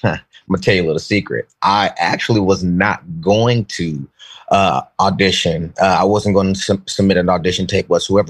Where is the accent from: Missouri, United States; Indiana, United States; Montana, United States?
Indiana, United States; Indianapolis; I originate from Indianapolis, Indiana.